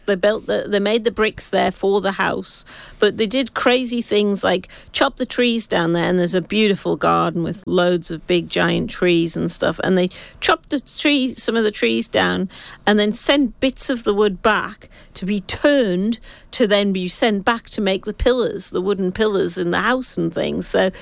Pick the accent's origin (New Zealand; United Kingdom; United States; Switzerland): United Kingdom; England; I'm so English.